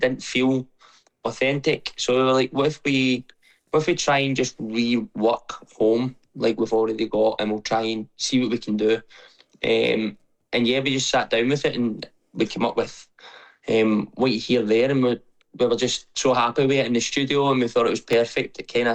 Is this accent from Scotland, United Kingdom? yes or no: yes; Scotland, United Kingdom; And I think we're Scottish. We're always optimistic, aren't we?